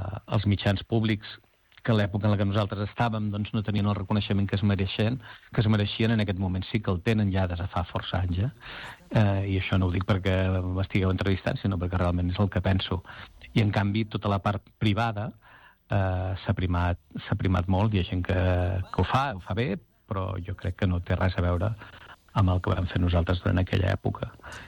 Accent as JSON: {"language": "Catalan", "town": "Badalona", "region": "Catalonia", "country": "Spain", "said": "De fet, allà on vaig, dic que sóc de Badalona"}